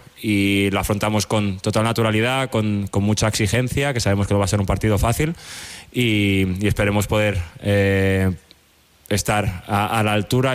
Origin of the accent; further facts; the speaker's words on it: Spain; now in United Kingdom; yo siempre me siento español, siempre he querido representar a España y nunca me había planteado poder representar a Inglaterra porque no lo sentiría, no me sentiría un extraño. Entonces, por muchos años que lleve yo en Inglaterra, yo siempre me he sentido español